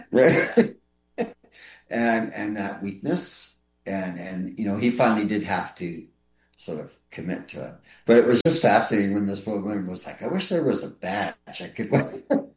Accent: Alberta, Canada; now in Richmond, Canada; It was a new city because I came from Alberta. I didn't know Richmond that well.

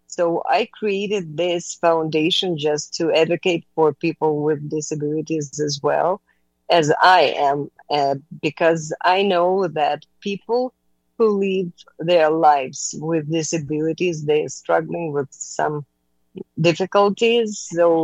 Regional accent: Ukraine; now in British Columbia, Canada; I'm originally from Ukraine.

